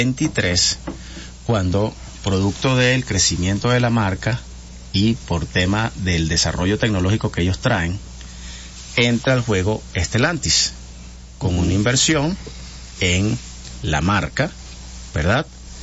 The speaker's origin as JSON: {"language": "Spanish", "country": "Venezuela"}